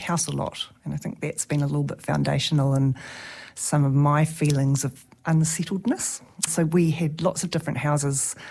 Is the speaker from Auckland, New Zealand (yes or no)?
yes; Auckland, New Zealand; also born or lived in Tauranga; So I grew up in Tāmaki Makaurau, in all sorts of places around Tāmaki Makaurau, because we kind of moved a lot. So we moved house a lot